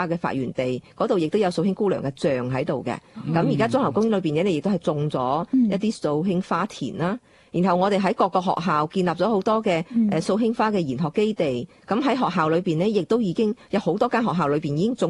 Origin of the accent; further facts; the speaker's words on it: Guangzhou, Guangdong, China; 我自己本身亦都係廣州海珠區，即係而家嘅河，我哋叫河南啦，土生土長嘅。咁亦都我哋歷代亦都係喺海珠區呢度咧，亦都係種田啦、種菜啦。